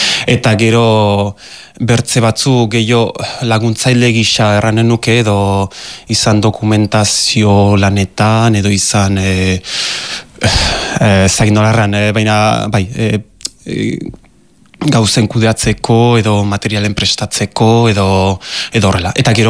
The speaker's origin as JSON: {"language": "Basque", "town": "Biriatou", "region": "Nouvelle-Aquitaine", "country": "France", "tie": "born or raised there", "also_born_or_lived": "Australia", "said": "iru urtere ez nituen Europarat etorri gineleik eta ondotik biriatu endaia inguruan azia eta bai, bidaso ingurukoa beraz."}